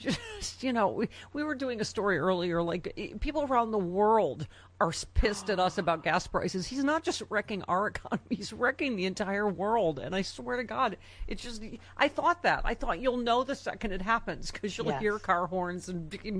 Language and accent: English; Buffalo, New York, United States; So, can I just say, my hometown gave the middle finger to Trump yesterday, and I apologize, Angela V. Shelton of the Detroit Sheltons, but my Buffalo Bills beat your Detroit Lions last night.